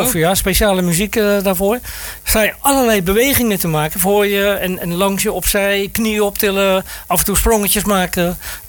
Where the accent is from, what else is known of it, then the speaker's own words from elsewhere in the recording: Rotterdam, South Holland, Netherlands; born there; Ik ben geboren Rotterdammer. Rotterdam-West ben ik geboren.